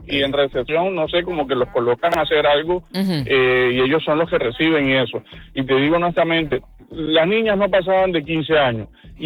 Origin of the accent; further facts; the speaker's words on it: Colombia; la idiosincrasia aquí es diferente en la del país. Yo soy de Colombia, uh-huh.